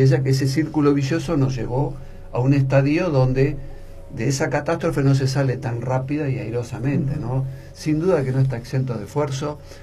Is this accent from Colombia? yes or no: no; Argentina; todos conocemos como argentinos